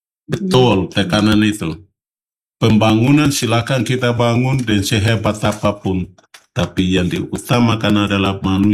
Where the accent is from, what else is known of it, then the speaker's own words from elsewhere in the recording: Papua, Indonesia; Momen ini sangat penting, dan sebagai anak Papua, saya mengajak semua komponen, ya, mari kita jaga ini barang yang baik.